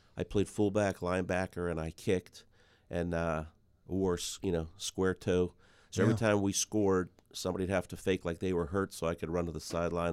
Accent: Peters Township, Pennsylvania, United States; Yeah, so I grew up in Peters Township, you know, back in the day when people didn't even know where Peters Township was. It was really a farm community.

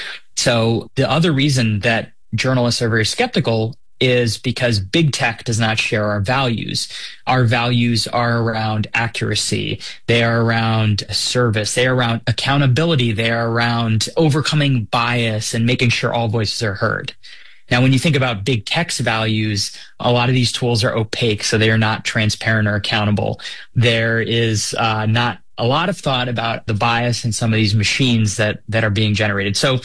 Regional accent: Tampa, Florida, United States; So my hometown newspaper, the Tampa Bay Times, uses AI for weather alerts and for real estate briefs.

